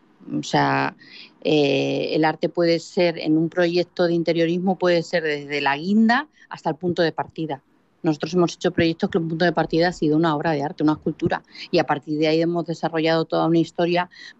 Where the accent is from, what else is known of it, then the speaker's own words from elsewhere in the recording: Ciudad Real, Castilla-La Mancha, Spain; moved away as an adult; also born or lived in Moral de Calatrava / Salamanca; now in Madrid, Spain; He de decirte que yo nací en Madrid. Solamente nací aquí, viví en Moral de Calatrava hasta los 8 años y luego ya viví en Ciudad Real y estudié en Ciudad Real